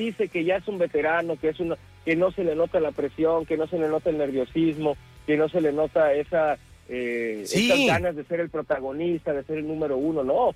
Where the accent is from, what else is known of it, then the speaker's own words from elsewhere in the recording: Mexico; hay que tomar precaución y no echar las campanas al vuelo, como buenos mexicanos que somos.